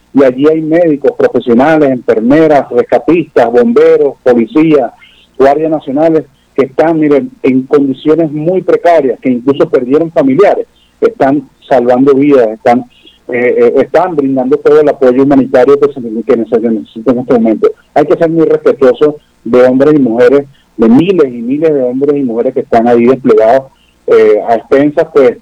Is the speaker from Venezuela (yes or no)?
yes; Venezuela